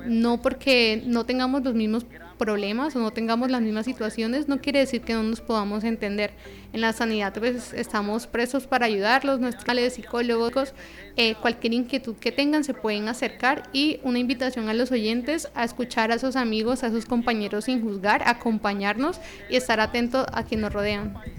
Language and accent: Spanish; Bogotá, Colombia